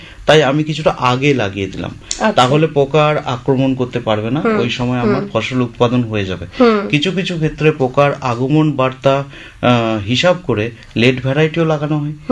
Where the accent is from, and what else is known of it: West Bengal, India